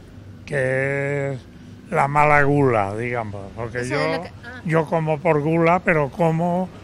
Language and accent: Spanish; Castile and León, Spain; moved away; mi pueblo que está a 50 kilómetros.